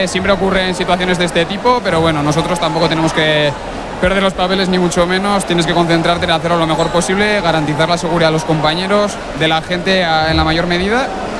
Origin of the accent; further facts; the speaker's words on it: Navarre, Spain; Yo como persona navarra me siento muy orgulloso de estas fiestas